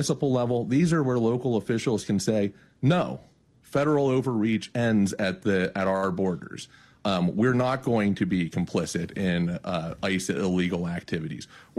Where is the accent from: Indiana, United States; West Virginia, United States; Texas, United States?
West Virginia, United States; Wheeling; moved away; in my hometown of Wheeling, which is not where I am right now, but it's still very much close to my heart